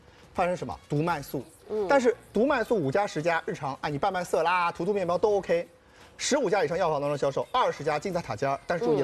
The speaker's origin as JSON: {"language": "Chinese", "country": "China", "said": "我们知道啊，上一个我们中国人当中理解出来上一个动物和植物的结合是什么？"}